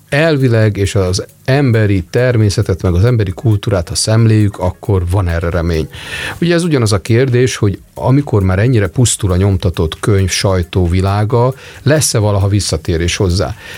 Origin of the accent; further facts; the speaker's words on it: Budapest, Hungary; moved away; Én nem budapesti vagyok, újpesti, az egy peremkerület, de 15 éve kiköltöztünk falura.